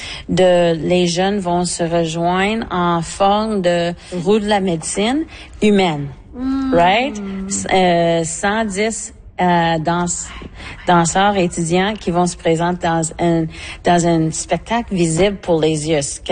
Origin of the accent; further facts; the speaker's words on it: Manitoba, Canada; parce que moi, je suis métisse de la Rivière-Rouge.